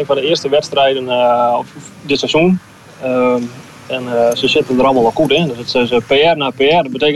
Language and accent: Dutch; Groningen, Netherlands; als een Groninger met die prijzen van doorgaat. Maar nee, we worden wel geaccepteerd binnen de Friese Bond. Ze kunnen eigenlijk ook niet zonder ons.